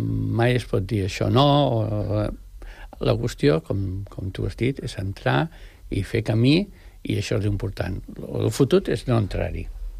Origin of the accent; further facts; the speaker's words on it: El Masnou, Catalonia, Spain; I hi ha un pintor del Masnou, que és el meu poble, que és en Villà.